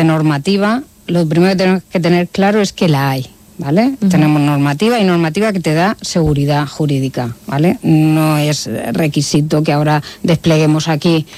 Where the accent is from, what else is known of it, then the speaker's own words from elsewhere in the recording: Alicante, Valencian Community, Spain; de la inspección de trabajo de Alicante, que es de donde yo vengo